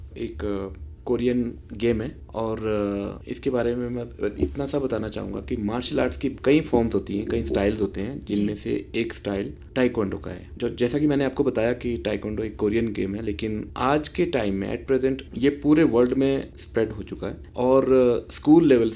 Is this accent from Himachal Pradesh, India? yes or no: yes; Paonta Sahib, Himachal Pradesh, India; now in Shimla, India; मैं basically district Sirmaur का रहने वाला हूँ, पांवटा साहिब से, और आजकल मैं एस DSP ट्रैफिक शिमला में कार्यरत हूँ।